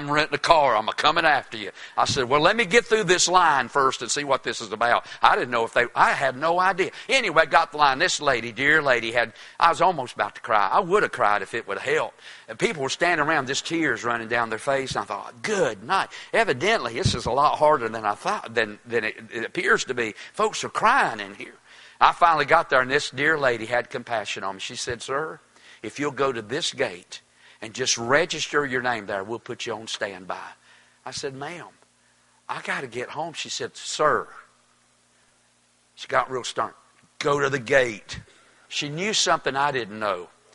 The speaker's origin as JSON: {"language": "English", "town": "Toast", "region": "North Carolina", "country": "United States", "said": "I'm from Toast, North Carolina. I ain't been nowhere much in my life."}